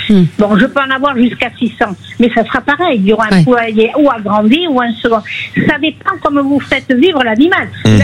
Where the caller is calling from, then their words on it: Saint-Laurent-Médoc, Nouvelle-Aquitaine, France; Je suis dans la Nouvelle-Aquitaine, je suis à Saint-Laurent-du-Médoc.